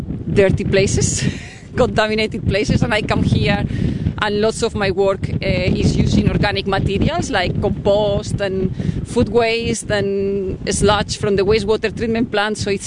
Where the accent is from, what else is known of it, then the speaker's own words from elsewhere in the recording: Madrid, Community of Madrid, Spain; English is a second language; now in Christchurch, New Zealand; Yes, I grew up in Madrid. Very big city compared with Christchurch.